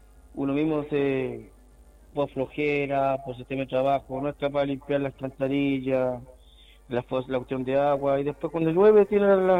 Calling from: San Carlos, Ñuble, Chile

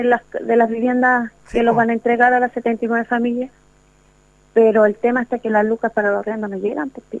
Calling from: Coronel, Biobío, Chile; Lo que pasa es que nosotros somos de Paso Seco 5, las últimas casas demolidas por mala constructividad aquí en Coronel.

